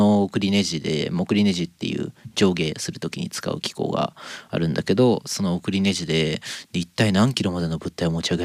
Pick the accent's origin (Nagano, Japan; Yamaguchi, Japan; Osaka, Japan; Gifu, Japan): Nagano, Japan; まあ石川もね僕の地元僕長野なんですけど、金沢はすごい人多いなっていう感覚なんだけど